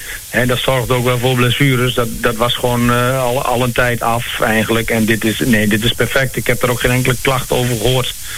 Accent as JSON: {"language": "Dutch", "town": "Ruinen", "region": "Drenthe", "country": "Netherlands", "tie": "born or raised there", "moved": "yes", "lives_now": "Hoogeveen, Netherlands", "said": "ik ben ook opgegroeid in Ruinen."}